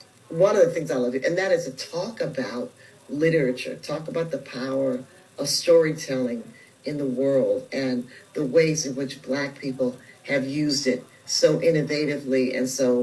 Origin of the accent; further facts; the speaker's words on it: Washington, District of Columbia, United States; Well, I'm a D.C. native, D.C. homegirl, and I grew up in Columbia Heights.